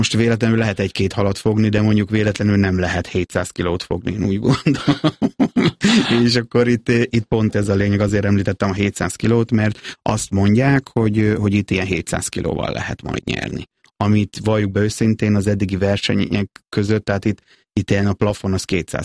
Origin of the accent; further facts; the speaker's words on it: Nyíregyháza, Szabolcs-Szatmár-Bereg, Hungary; mi ott ugye nyíregyháziként Tiszalökre sokat jártunk ki